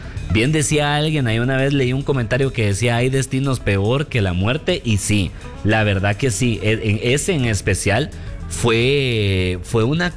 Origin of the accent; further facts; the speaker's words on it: Guatemala; soy guatemalteco